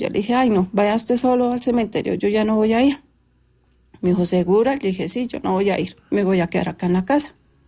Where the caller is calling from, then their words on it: Bogotá, Bogotá Capital District, Colombia; Yo me encuentro desde la ciudad de Bogotá.